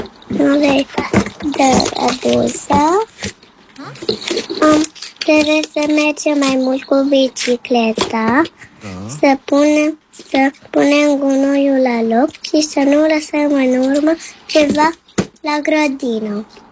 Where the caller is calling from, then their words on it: Timișoara, Timiș County, Romania; de la Timișoara.